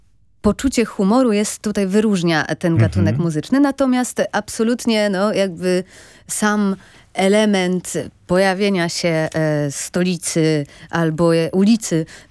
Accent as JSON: {"language": "Polish", "town": "Wrocław", "region": "Lower Silesian Voivodeship", "country": "Poland", "tie": "born there", "moved": "as an adult", "lives_now": "Warsaw, Poland", "said": "Nie jestem wrocławianką z urodzenia, więc przyjechałam tutaj na studia"}